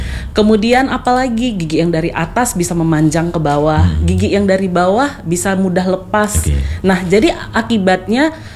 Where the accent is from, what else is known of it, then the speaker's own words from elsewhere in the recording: Medan, North Sumatra, Indonesia; Kebetulan saya asli Kota Medan.